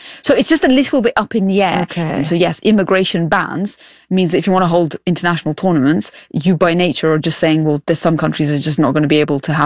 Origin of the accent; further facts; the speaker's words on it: United Kingdom; and I've experienced this as a Brit who went to the US last year.